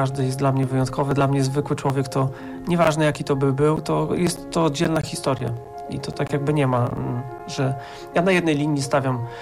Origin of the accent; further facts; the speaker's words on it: Mońki, Podlaskie Voivodeship, Poland; jestem z Moniek, z takiej małej miejscowości